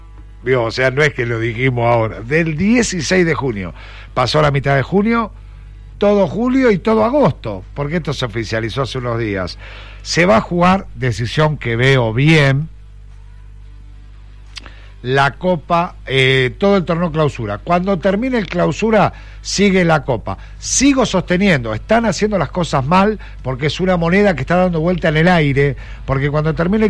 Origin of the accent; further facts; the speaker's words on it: Argentina; viste cómo somos los argentinos.